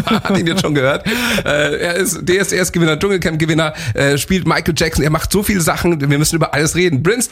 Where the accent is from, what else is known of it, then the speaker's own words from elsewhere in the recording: Munich, Bavaria, Germany; moved away as an adult; now in Regensburg, Germany; ich bin auch in München groß geworden.